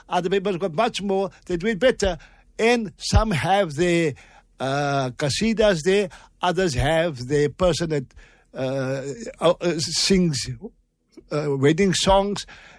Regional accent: Cape Town, Western Cape, South Africa; Even when we came down, we had to buy shawls after Eid. Because we come from Cape Town.

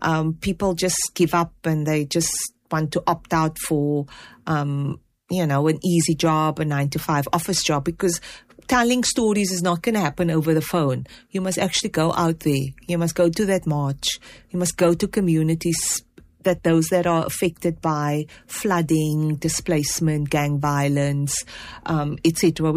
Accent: South Africa; because we are also people and we are also South African and we come from communities.

